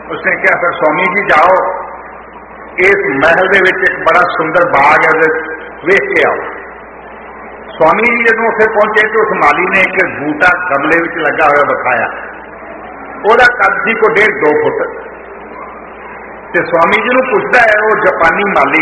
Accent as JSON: {"language": "Punjabi", "region": "Punjab", "country": "India", "said": "ਅਸੀਂ ਪੰਜਾਬ ਦੇ ਜੰਮ ਪਾਲਾ, ਸਾਡੀ ਬੋਲੀ ਪੰਜਾਬੀ"}